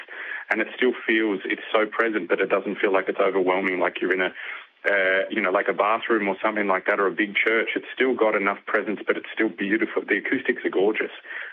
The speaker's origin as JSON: {"language": "English", "town": "Geelong", "region": "Victoria", "country": "Australia", "said": "I'm from Geelong, you know, regional Victoria, and it's not as prevalent in that area"}